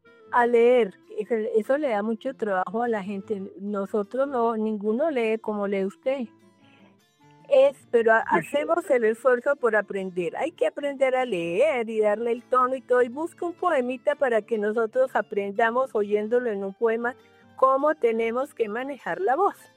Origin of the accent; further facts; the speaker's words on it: Bogotá, Colombia; ya casi no quedamos. Somos poquitos los bogotanos.